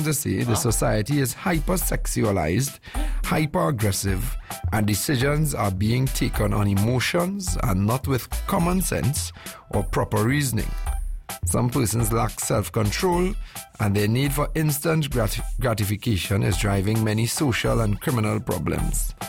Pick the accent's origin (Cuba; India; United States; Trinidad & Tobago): Trinidad & Tobago; Arima; I grew up in Malabar in Arima